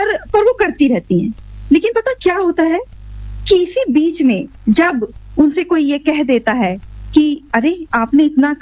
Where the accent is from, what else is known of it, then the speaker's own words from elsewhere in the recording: Narmadapuram, Madhya Pradesh, India; मुझे यहाँ नर्मदापुरम में, क्योंकि यहाँ नर्मदा जी हैं तो मुझे मेरे शहर से बहुत प्यार है।